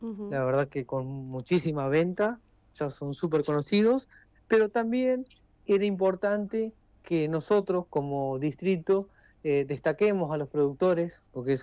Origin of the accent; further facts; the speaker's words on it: Buenos Aires Province, Argentina; Somos un partido muy característico porque tenemos infinidad de cosas por conocer. Somos muy pequeños en población, pero tenemos, es sorprendente para el viajante, para el visitante, ver la diversidad cultural con la que contamos